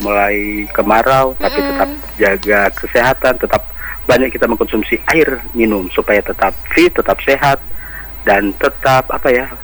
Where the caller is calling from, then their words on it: Manado, North Sulawesi, Indonesia; saya juga orang Manado, orang Minahasa.